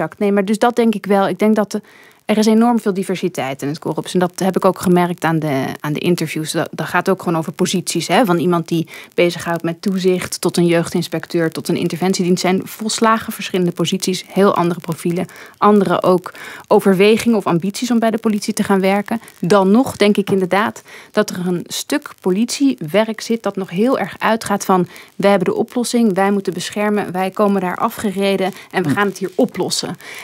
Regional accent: Netherlands; Zeker voor mij als Nederlandse.

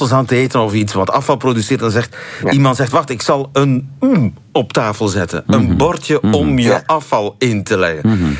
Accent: West Flanders, Belgium; Ja, dat heeft moeite gekost om dat uit te spreken, hè, als West-Vlaming

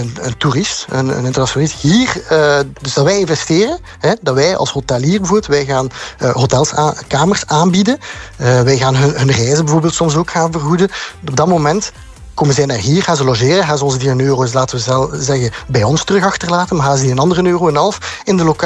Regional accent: Ghent, Flanders, Belgium; Ik ben zelf heel fier als Gentenaar op onze stad.

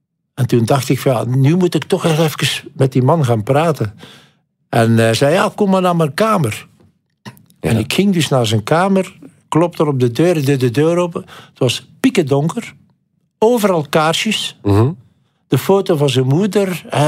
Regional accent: Belgium; En dan kom je daar als Belg en dan voel je ook dat niemand gelooft in u.

